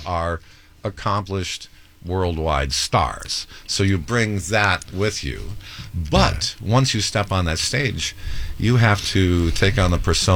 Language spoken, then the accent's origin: English; Detroit, Michigan, United States; because my hometown is Detroit.